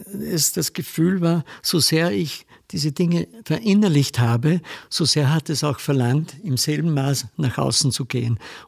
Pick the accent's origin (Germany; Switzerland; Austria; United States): Austria; Upper Austria; dieser Gastgeber ist eigentlich wie ein Müllviertel, also wo ich herkomme.